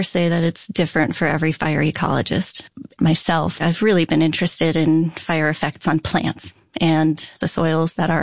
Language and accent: English; United States; I was born to Ukrainian immigrants who immigrated after World War II. As Ukrainian American kids, we all grew up at Ukrainian scouting camps